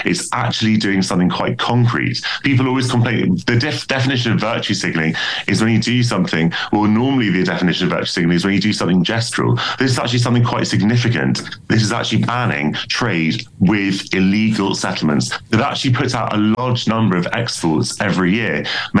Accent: United Kingdom; I am a British Jew and I don't feel any kind of target on my back.

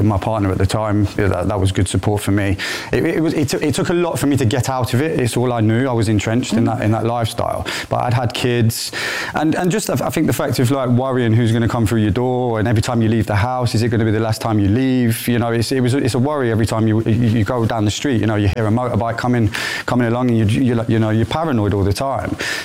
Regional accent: Nottingham, East Midlands, United Kingdom; moved away; So I'm from Nottingham originally

